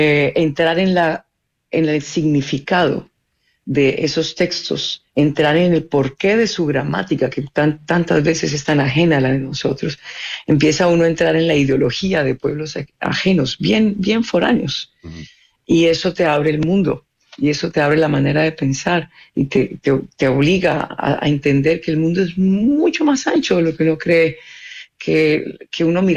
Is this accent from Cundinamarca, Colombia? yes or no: no; Cali, Valle del Cauca, Colombia; also born or lived in Chile; now in Netherlands; cerrando en mi ciudad natal, en Cali